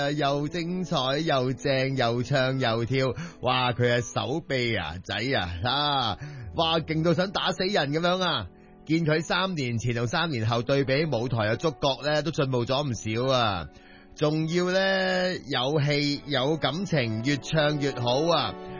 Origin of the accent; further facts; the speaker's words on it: Hong Kong; 大家要支持我哋香港人拍嘅電影啊